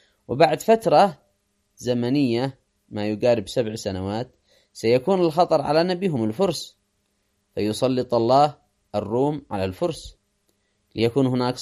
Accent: Yemen; نحن كشعب يمني

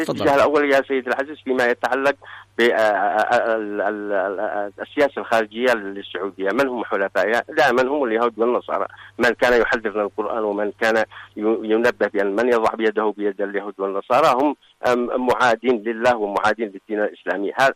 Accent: Yemen; أننا كيمنيين

